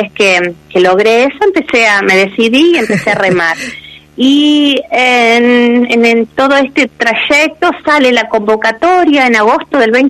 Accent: Santa Fe, Argentina; Y como vos decías, somos tres santafesinas.

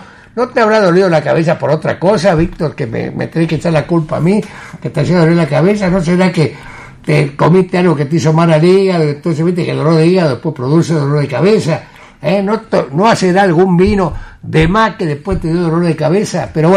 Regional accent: Sunchales, Santa Fe, Argentina; moved away as an adult; also born or lived in Maciá, Entre Ríos; now in Santa Fe, Argentina; no nací en París. Nací en Maciá, como me acaba de recordar a alguien, me crié en Sunchal y desde mi adolescencia, a los 18 años, vivo en Santa Fe.

